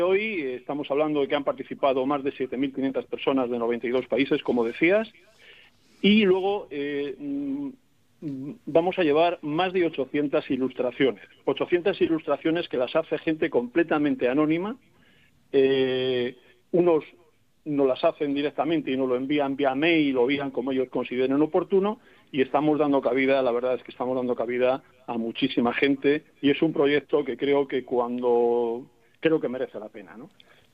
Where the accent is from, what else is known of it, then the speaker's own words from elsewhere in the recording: Solana de Cabañas, Extremadura, Spain; y yo como natural de allí, y orgulloso extremeño, tenía la necesidad de que mi pueblo y nuestra región sean protagonistas de esta iniciativa que voy a llevar a cabo